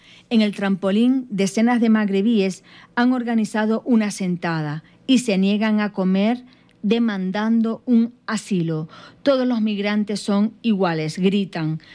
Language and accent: Spanish; Canary Islands, Spain; Pero bueno, me voy a ir para mi tierra. Y me voy a poner una... No sé, vamos a ver. Una zaranda de Lanzarote, por ejemplo.